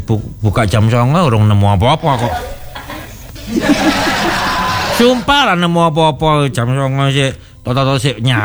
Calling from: Kendal, Central Java, Indonesia; Kula saking Kendal, Pak ya.

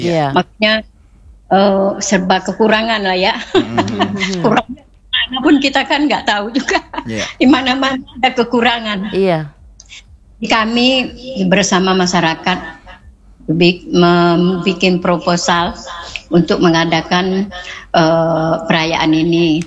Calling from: Tanjungpinang, Riau Islands, Indonesia; kami warga RT1 RW03 Kampung Bulang.

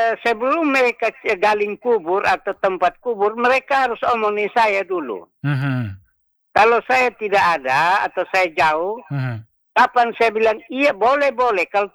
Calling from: Rote, East Nusa Tenggara, Indonesia; saya orang Rote

